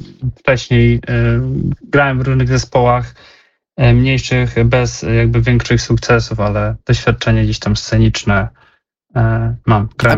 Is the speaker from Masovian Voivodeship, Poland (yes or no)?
no; Poznań, Greater Poland Voivodeship, Poland; Jestem z Poznania.